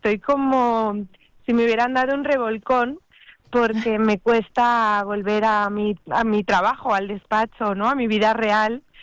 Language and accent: Spanish; Huesca, Aragon, Spain; moved away as an adult; now in Barcelona, Spain; Huesca es mi raíz. Aragón en general, ¿no? Pero sobre todo el Alto Aragón, Huesca, Altozamontano. Me siento muy vinculada a mi tierra y fíjate que mis dos primeras novelas, a pesar de llevar más de 20 años aquí en Barcelona